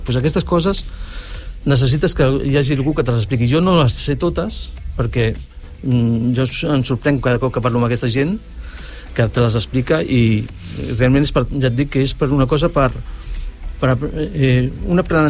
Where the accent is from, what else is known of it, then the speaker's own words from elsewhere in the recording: Sant Boi de Llobregat, Catalonia, Spain; jo soc fill de Sant Boi de tota la vida i desconeixia totalment aquestes coses